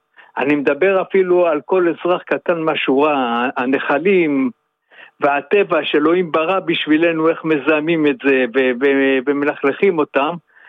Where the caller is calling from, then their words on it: Tel Aviv, Tel Aviv District, Israel; מתל אביב.